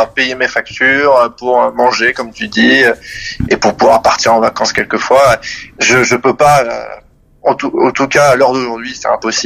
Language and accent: French; Paris, Île-de-France, France; now in Switzerland